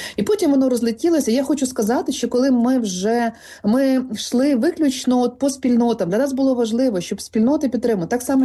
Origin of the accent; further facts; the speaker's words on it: Polesia, Ukraine; Я з Полісся, і в моєму дитинстві не було тортів, пляцків, в моєму дитинстві були пироги на будь-які свята